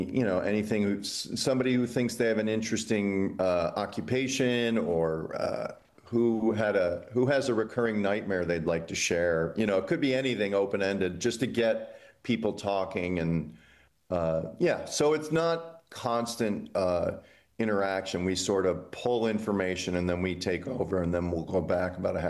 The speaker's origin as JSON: {"language": "English", "region": "Illinois", "country": "United States", "tie": "born or raised there", "said": "And I grew up in Illinois, and so I traversed Nebraska many times by car"}